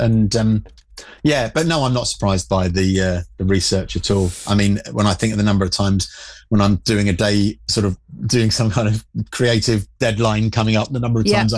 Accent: London, United Kingdom; my upbringing and my dad doing all the cooking and growing up in South London

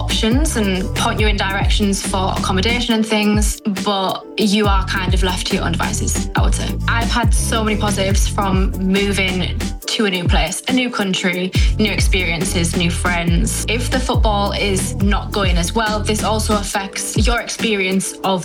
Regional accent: Middlesbrough, North East England, United Kingdom; moved away as an adult; also born or lived in London / Germany; now in Blackburn, United Kingdom; And we just moved in January from Germany, St. Pauli. So I am originally from Middlesbrough. Moved to London when I was 18 for uni.

